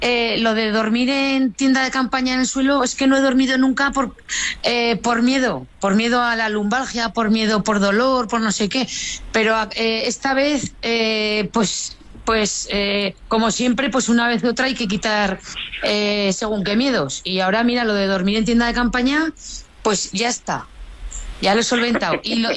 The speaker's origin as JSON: {"language": "Spanish", "town": "Bárdenas", "region": "Aragon", "country": "Spain", "said": "visualizando la cima y la foto que quería traer aquí a mi pueblo, o sea, a Bárdenas."}